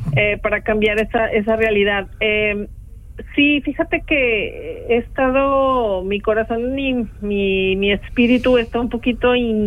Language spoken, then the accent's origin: Spanish; Jalisco, Mexico; also born or lived in Puerto Vallarta, Mexico; now in Switzerland; Puerto Vallarta, que es el sitio donde yo vivía antes de venir a Suiza, que es en el estado de Jalisco, de donde soy yo